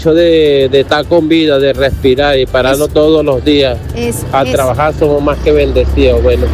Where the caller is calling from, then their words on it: Huacho, Lima, Peru; Desde aquí, desde Guacho.